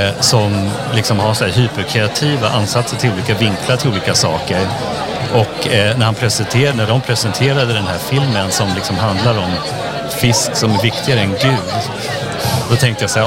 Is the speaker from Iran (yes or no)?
no; Germany; now in Sweden; Jag är uppväxt i Tyskland faktiskt, så är ganska ny i Sverige. Jag är svensk, men uppväxt i Tyskland, och jag har just flyttat tillbaka till Sverige